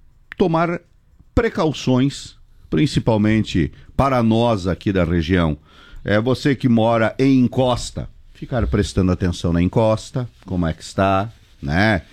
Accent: Caçador, Santa Catarina, Brazil; now in Chapecó, Brazil; como lá na minha cidade de Caçador

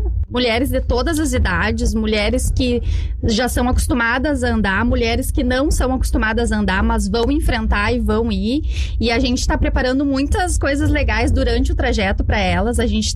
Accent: Jacuí, Brazil; Gosto de dizer que eu sou cria de Jacuí. De Jacuí pro mundo, né? Sou apaixonada por Jacuí. Vim de lá, eu me criei no CTG Aliança Gaúcha.

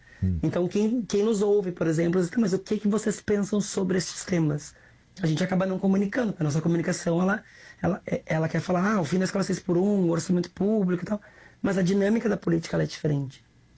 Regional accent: Novo Hamburgo, Rio Grande do Sul, Brazil; Eu fui criado em Novo Hamburgo, né?

